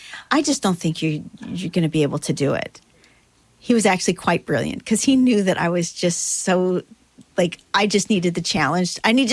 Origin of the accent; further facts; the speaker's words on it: United States; moved away as an adult; now in Denmark; the U.S. because that's my home turf